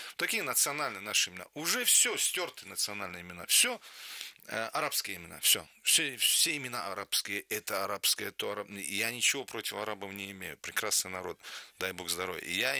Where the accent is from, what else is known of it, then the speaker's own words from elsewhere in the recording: Dagestan, Russia; я говорю сейчас именно о Дагестане, потому что я дагестанец